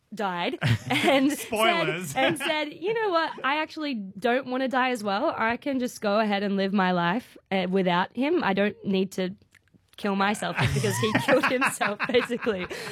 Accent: Maitland, New South Wales, Australia; Yeah, I'm from Maitland, so almost local.

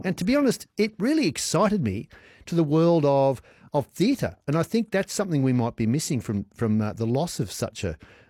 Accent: Sydney, New South Wales, Australia; growing up in Sydney in the 60s and the 70s, one thing that I remember very clearly is that sort of drag show experience of the 680 Club

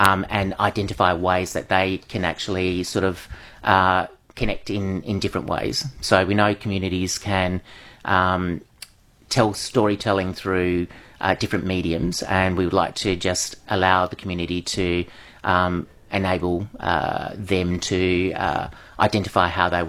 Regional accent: Perth, Western Australia, Australia; initially I'm from Perth

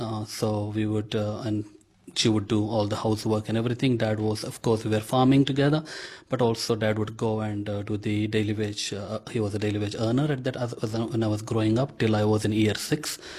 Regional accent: Karnataka, India; first language Konkani; English is a second language; the language we grew up speaking is called Konkani. So that is my mother tongue. You might have heard about Goa. So Goa is a state north of Karnataka, which is my state. So that is the state language there. So we have got a bit of influence from Goa. So that is the mother tongue I grew up talking.

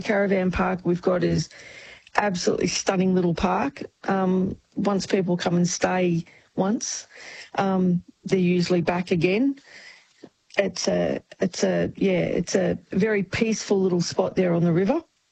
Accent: Quambatook, Victoria, Australia; when we grew up here in Quambatook

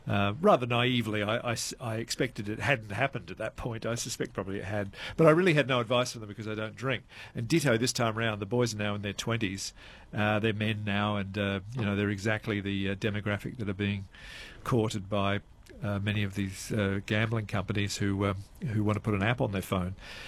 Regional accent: South Australia, Australia; I'm from South Australia

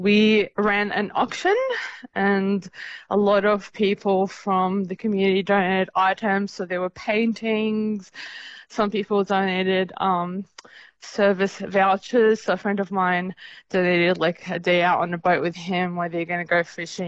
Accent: Syria; also born or lived in Lebanon; now in Broome, Australia; So I was born and raised in the Syria and Lebanon and different parts of the Middle East. So I have a lot of family and friends there. And being in Broome, being so far away from it

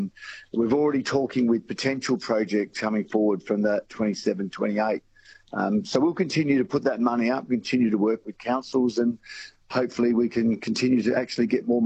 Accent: Port Augusta, South Australia, Australia; I grew up there in Port Augusta

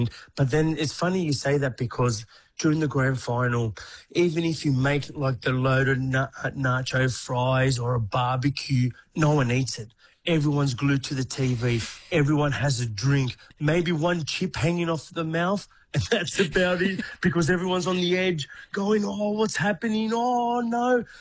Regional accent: Fairfield, New South Wales, Australia; also born or lived in Newcastle; like I grew up in Fairfield area, then move on to Newcastle.

